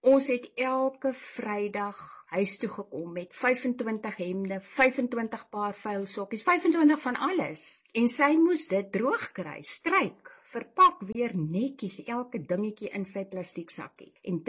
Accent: Sutherland, Northern Cape, South Africa; now in Cape Town, South Africa; Ek het groot geword op Sutherland in die Karoo, in murg en bloed, 'n plaaskind. Ons het vir ongeveer 6 maande op die Roggeveld plaas weltevrede gebly en dan moes ons gedurende die wintermaande aftrek na Langhuis in die Karoo.

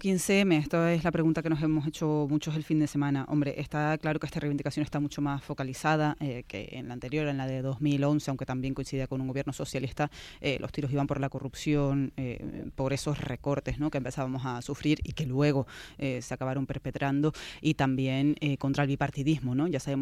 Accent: Spain; Es algo que yo desde luego que no quiero volver a ver en mi país.

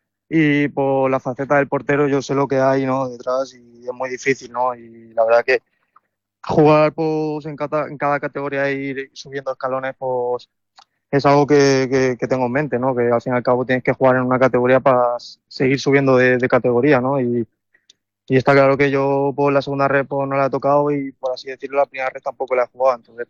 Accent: Barcelona, Catalonia, Spain; moved away; Al fin y al cabo yo soy de fuera, soy de Barcelona

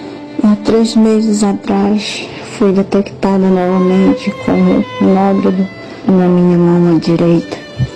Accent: Belém, Pará, Brazil; sou de Belém do Pará, moro no Ninguém.

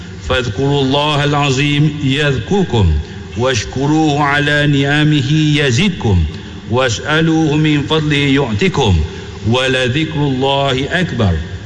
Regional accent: Malaysia; بلدنا ماليزيا

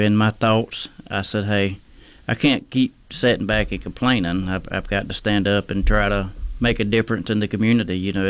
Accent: Georgia, United States; moved away as an adult; now in Minnesota, United States; I'm a husband and father, and as you just mentioned, I'm not from Minnesota. I'm originally from South Georgia. I've been here almost 4 years now. I grew up in a small rural farm town down in Georgia where industry work and farming was the way of life.

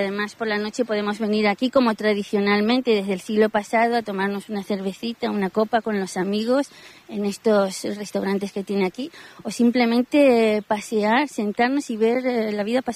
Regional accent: Ciudad Real, Castilla-La Mancha, Spain; todos sabemos los de Ciudad Real que somos enemigos seculares de Miguel Turra

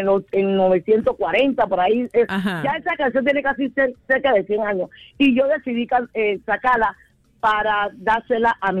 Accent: Panama City, Panamá, Panama; accent: Panamanian; now in United States; yo soy panameña 100% y voy a hablar. Yo me acuerdo de mi tiempo de mi Panamá allá en el Chorrillo y de la escuela yo no voy a cambiar mi acento por nadie.

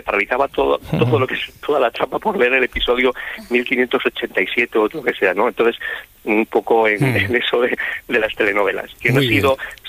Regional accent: Tórtoles de Esgueva, Castile and León, Spain; now in Alcalá de Henares, Spain; Mira, estoy en Alcalá, es un culebrón ya en sí, pero yo soy de Tortola de Gueva, de Burgos, y te mando un saludo de nuestra tierrilla.

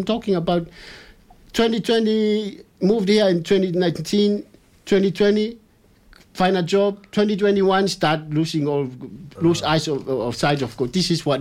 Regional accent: Tonga; before I came from Tonga, I can see beautiful girls

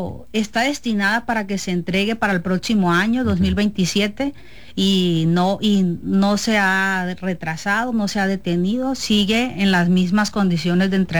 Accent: Estación Dimas, Sinaloa, Mexico; mi municipio, Barras de Piastla, pues está muy cerca de Estación Dimas, del pueblo de donde yo soy, sí, era un es costeño

